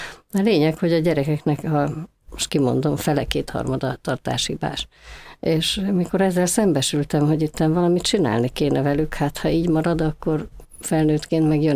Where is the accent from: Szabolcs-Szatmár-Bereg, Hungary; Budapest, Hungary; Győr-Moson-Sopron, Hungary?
Budapest, Hungary; A Gellért-hegyen laktunk kiskoromban, úgyhogy ott kezdtem a Köbölk utcai általános iskolában. Aztán Pestre költöztünk